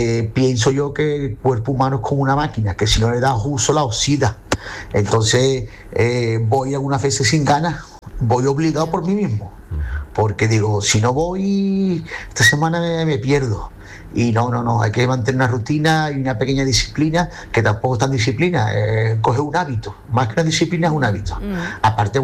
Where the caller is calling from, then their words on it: Cádiz, Andalusia, Spain; de Cádiz.